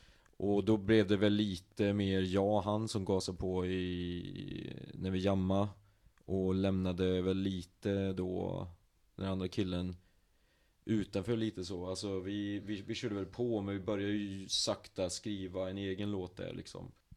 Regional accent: Arvika, Värmland, Sweden

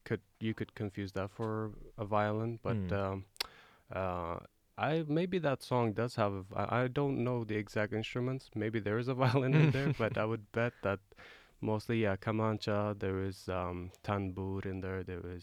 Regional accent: Erbil, Kurdistan Region, Iraq; moved away; And I grew up in Kurdistan, Hawler, which is Iraqi Kurdistan, northern Iraq, one may call it.

